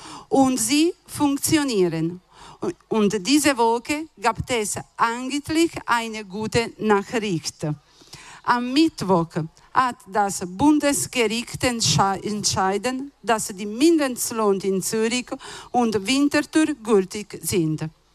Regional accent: Italy; moved away as an adult; now in Switzerland; Ich komme aus Italien und ich arbeite hier in der Schweiz in der Gastronomie.

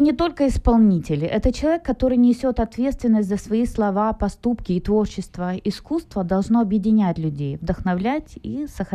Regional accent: Odesa, Odesa Oblast, Ukraine; also born or lived in Germany; Ну, родилась я не в Одессе, я родилась в Германии, у меня отец служил там. Вот, и затем мы переехали в Одессу, вернулись к маме на родину, и вот всю жизнь я училась там, жила и...

